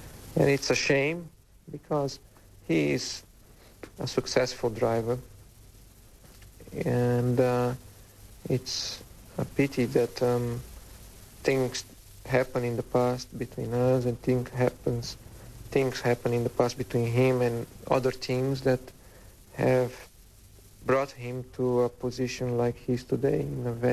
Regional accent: Brazil; English is a second language; Brazil, because it's my home country

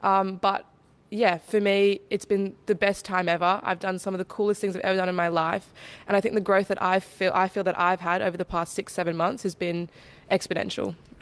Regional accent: Sydney, New South Wales, Australia; So for some context, I'm currently 18. I'm from Sydney. Have to shout out to Sydney. Not from the top end, unfortunately.

